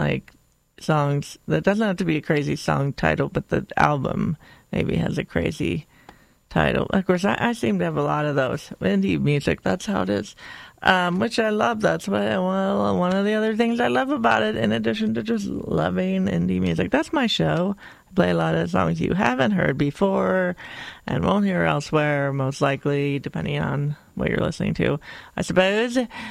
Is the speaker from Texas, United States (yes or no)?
no; Ohio, United States; now in New Mexico, United States; So I don't meet many people from Ohio originally. That's where I grew up.